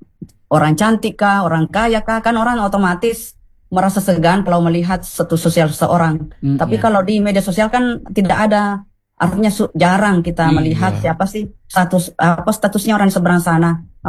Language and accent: Indonesian; South Sulawesi, Indonesia; accent: Bugis; saya maaf pakai logat Bugis